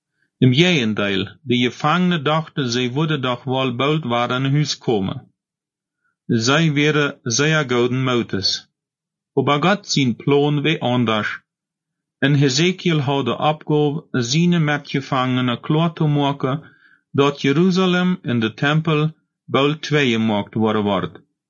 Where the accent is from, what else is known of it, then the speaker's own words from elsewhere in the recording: Paraguay; moved away; Und wenn ich von dort weiter will, was in meiner Heimat in Paraguay oder in Deutschland für sich gehen wird, dann hier ich einfach die Nachrichten in der deutschen Wahl.